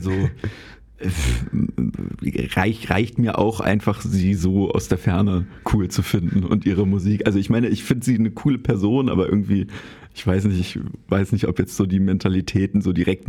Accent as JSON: {"language": "German", "region": "Berlin", "country": "Germany", "tie": "born or raised there", "said": "ich bin ja da so im Tiergarten aufgewachsen"}